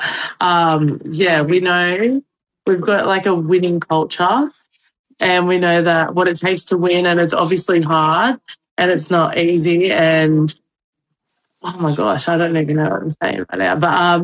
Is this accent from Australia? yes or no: yes; New South Wales, Australia; born there; I was born in New South Wales.